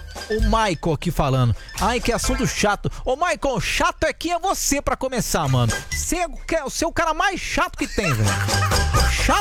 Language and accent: Portuguese; Sorocaba, São Paulo, Brazil; Cara, eu sou de Sorocaba, não vem com essa não, hein, cara.